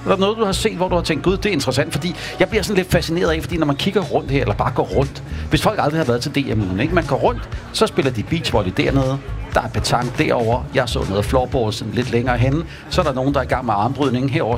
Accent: Copenhagen, Capital Region of Denmark, Denmark; folk fra København som mig

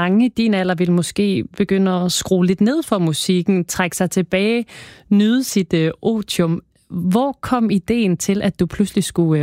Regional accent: Middelfart, Region of Southern Denmark, Denmark; jeg kommer fra Middelfart.

